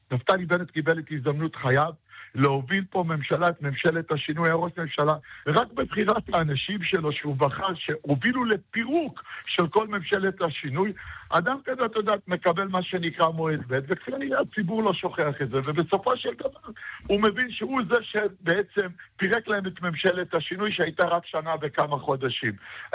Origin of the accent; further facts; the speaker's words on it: Lod, Central District, Israel; אני גדלתי בעיר מאוד מאוד ימנית, בלוד